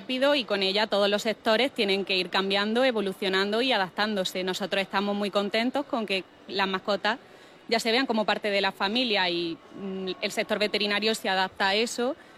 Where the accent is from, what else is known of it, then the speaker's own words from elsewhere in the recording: Granada, Andalusia, Spain; acercar el cuidado de las mascotas a Granada, que es mi ciudad natal y le tengo un cariño especial.